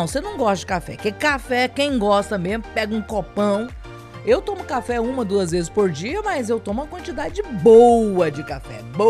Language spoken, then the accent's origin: Portuguese; Goiás, Brazil; Como goiana que eu sou, eu dispenso.